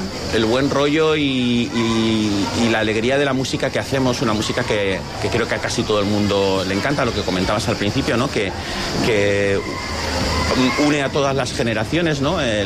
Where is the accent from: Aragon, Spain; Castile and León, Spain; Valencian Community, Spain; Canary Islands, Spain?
Valencian Community, Spain; Xàtiva; yo soy el que soy de Xàtiva